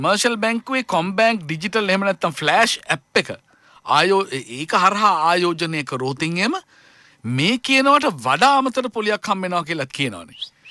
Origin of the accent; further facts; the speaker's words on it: Moratuwa, Western Province, Sri Lanka; අපි මොරටුවේ මිනිස්සු.